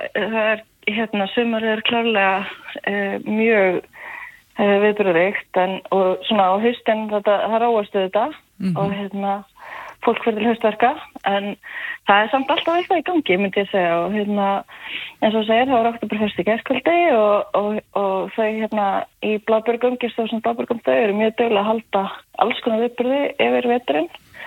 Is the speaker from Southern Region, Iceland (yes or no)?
yes; Hella, Southern Region, Iceland; moved away as an adult; Nei, nei ég það alls ekki, ég sönlendingur, ég uppalinn á Helli